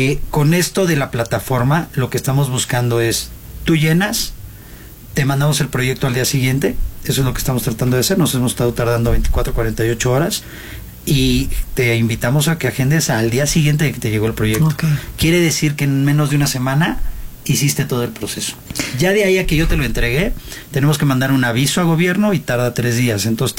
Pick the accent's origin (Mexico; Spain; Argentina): Mexico; como buenos mexicanos, dejamos todo al final